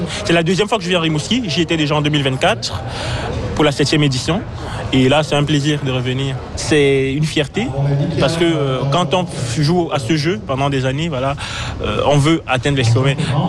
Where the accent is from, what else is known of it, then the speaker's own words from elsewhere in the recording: Cameroon; Alors, je viens du Cameroun